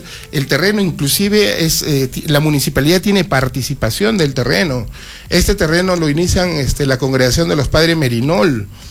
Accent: Cerro Colorado, Arequipa, Peru; Cerro Viejo, el lugar de donde yo vengo, es el primer pueblo que se llegó a separar, ¿no?, del distrito de Caima, y formó parte de lo que es Cerro Colorado

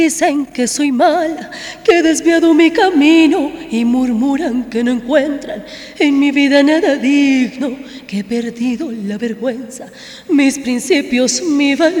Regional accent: La Tebaida, Quindío, Colombia; Yo soy de la Tebaida, Quindío.

